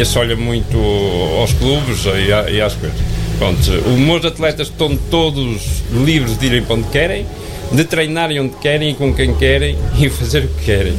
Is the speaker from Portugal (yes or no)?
yes; São Pedro, Portugal; now in Oliveira de Frades, Portugal; Eu não sou de cá, eu estou cá há 30 anos, eu sou de São Pedro, mas já me vejo aqui, não me vejo muito em São Pedro.